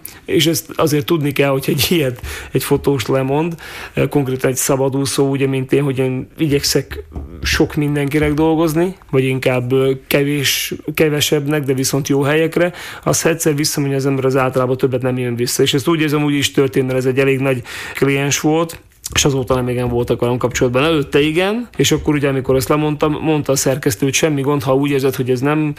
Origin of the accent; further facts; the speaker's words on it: Čierna, Košice Region, Slovakia; Bodrog közben onnan származom, tehát ahol anyumék élnek Ágcsernőben